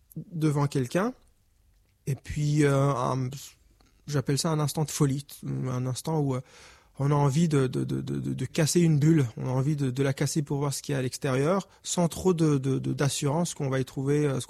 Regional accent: Rwanda; now in Canada; On me disait, tu viens d'où ? Je suis d'origine rwandaise. Étais-tu là pendant le génocide ? Oui, mais ma famille va bien.

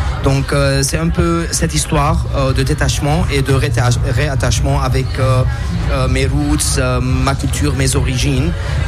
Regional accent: Lebanon; moved away as an adult; now in Armenia; je suis libanais, mais aussi j'ai d'origine arménienne.

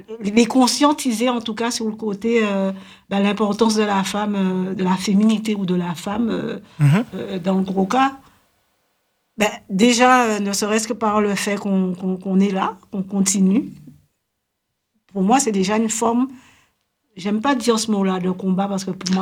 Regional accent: Guadeloupe; moved away; J'étais en vacances chez moi en Guadeloupe, hein.

